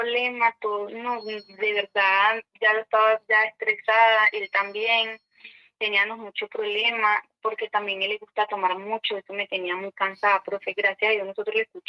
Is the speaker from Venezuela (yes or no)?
yes; Venezuela; now in Colombia; él es de Colombia y yo soy venezolana, llevo 5 años acá en Colombia.